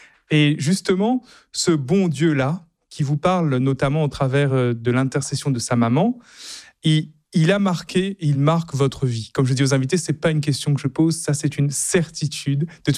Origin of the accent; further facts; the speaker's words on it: Réunion; Est-ce qu'en Martinique, moi je suis de La Réunion, hein, est-ce qu'en Martinique il y a un attachement à la Vierge Marie aussi?